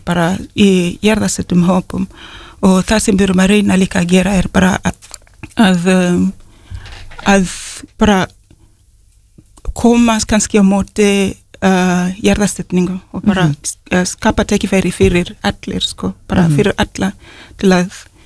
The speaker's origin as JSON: {"language": "Icelandic", "country": "Kenya", "moved": "yes", "lives_now": "Iceland"}